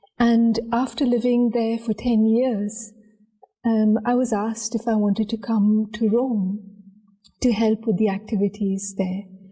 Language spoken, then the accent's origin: English; Delhi, India; So I think in my early years, it was really, I guess as a child, I would accompany my mother to the Brahma Kumari Center